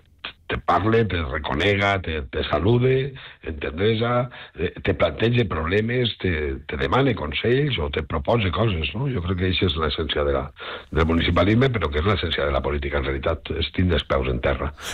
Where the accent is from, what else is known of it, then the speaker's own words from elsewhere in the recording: Benidorm, Valencian Community, Spain; el meu barri, no? El col·le segueix al mateix lloc, ma casa amb les persones. Són les que bueno, estan o no estan, però la resta sembla com immutable, no? I això també és bonic en un Benidorm que creix i que millora cada dia.